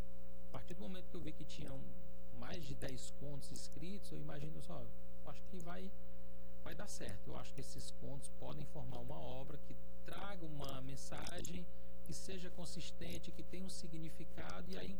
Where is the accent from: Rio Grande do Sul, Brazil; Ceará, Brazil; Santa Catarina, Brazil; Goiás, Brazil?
Ceará, Brazil; Juazeiro do Norte; Eu sou da primeira geração que nasceu na cidade, meus pais são da zona rural, migraram para a cidade. Eu sou de Juazeiro do Norte